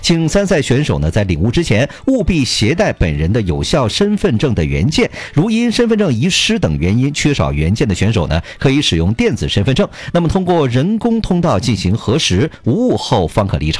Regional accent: Northeast China, China; 对于我们东北人来说

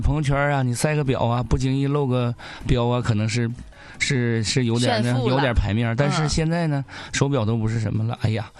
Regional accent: Northeast China, China; accent: Northeastern; 用咱们东北话讲

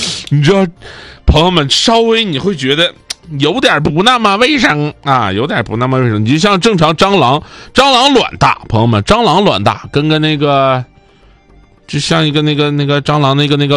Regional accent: Northeast China, China; accent: Northeastern dialect; 用我们东北话讲叫滋溜。

